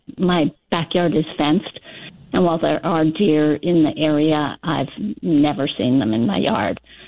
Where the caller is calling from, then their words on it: Brunswick, Maine, United States; I am calling from Brunswick